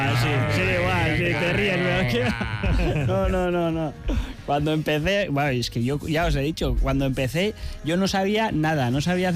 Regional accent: Tolosa, Basque Country, Spain

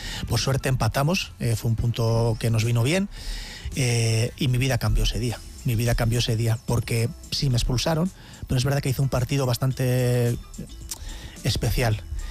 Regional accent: Elgoibar, Basque Country, Spain; Sí, bueno, yo soy del Góibar, de un barrio rural llamado San Miguel. Uh-huh. Y empiezo en la plaza del barrio, que es una plaza de arrastre de bueyes.

